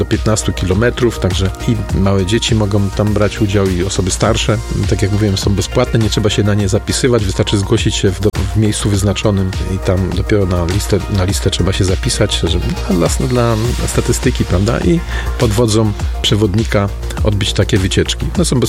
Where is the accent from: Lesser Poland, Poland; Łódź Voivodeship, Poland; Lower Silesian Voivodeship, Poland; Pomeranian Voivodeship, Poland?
Lower Silesian Voivodeship, Poland; u nas w Karkonoszach